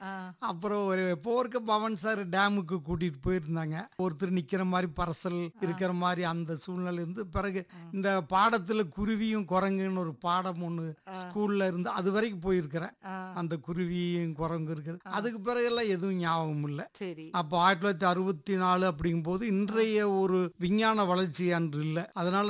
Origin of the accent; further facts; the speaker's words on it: Ramapuram, Tamil Nadu, India; என்னுடைய சொந்த ஊர் வந்து சத்தியமங்கலத்து பக்கத்துல ராமாபுரம் அப்படிங்கிற ஒரு கிராமம். அப்புறம் அங்கதான் வந்து நான் ஒரு 7 வரைக்கும் நல்லா பார்வை தெரிஞ்சு அங்கதான் படிச்சுட்டு.